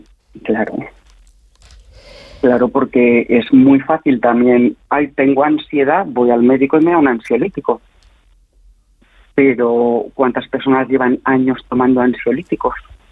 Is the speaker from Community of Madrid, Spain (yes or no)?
yes; Madrid, Community of Madrid, Spain; now in Zaragoza, Spain; Pues yo vivo en Zaragoza, pero soy de Madrid y mi familia vive en Ma